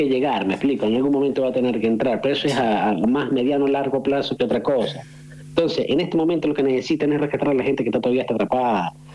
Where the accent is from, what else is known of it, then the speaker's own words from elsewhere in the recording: Venezuela; now in San Juan, Argentina; desde el sábado temprano estábamos los venezolanos